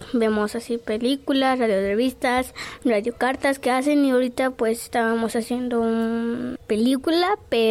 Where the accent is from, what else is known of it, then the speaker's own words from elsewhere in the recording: Ocotla, Puebla, Mexico; vengo de la comunidad de Ocotla.